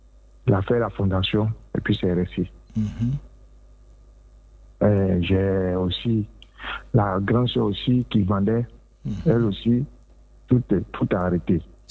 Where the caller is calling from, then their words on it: Abidjan, Côte d’Ivoire; je vous appelle de Abodoumé Santé.